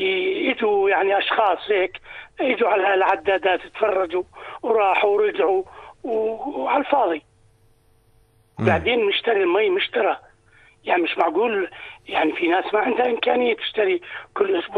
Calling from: Amman, Amman Governorate, Jordan; يا سيدي، إحنا في منطقة الكوم شفا بدران،

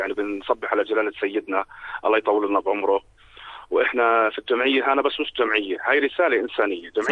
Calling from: Jordan; ونكون عون في بلدنا الأردن،

